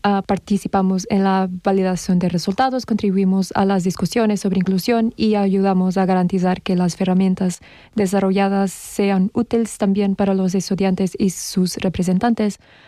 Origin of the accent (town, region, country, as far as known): Portugal